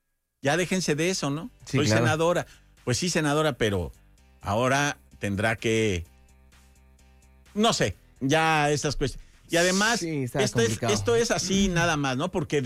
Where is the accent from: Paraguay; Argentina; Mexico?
Mexico; uno como mexicano dice...